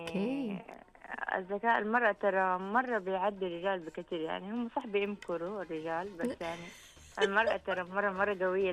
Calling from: Jeddah, Makkah Province, Saudi Arabia

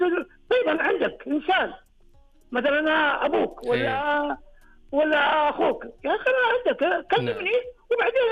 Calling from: Jeddah, Makkah Province, Saudi Arabia

